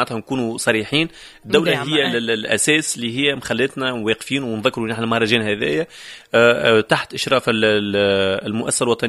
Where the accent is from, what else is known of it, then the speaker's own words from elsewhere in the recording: Tunisia; في بلادنا